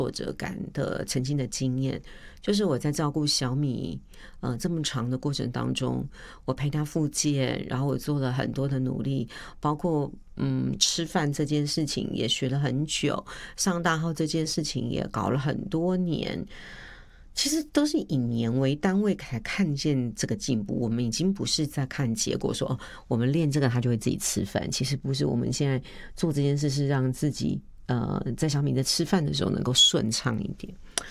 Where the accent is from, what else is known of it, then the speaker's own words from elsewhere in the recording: Hualien, Hualien County, Taiwan; born there; 我不知道是不是跟我出生在花莲有关